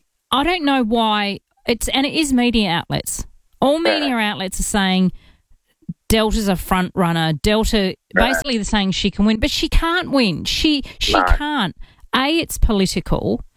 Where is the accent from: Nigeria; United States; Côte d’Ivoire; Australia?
Australia; So it knows I'm from Australia.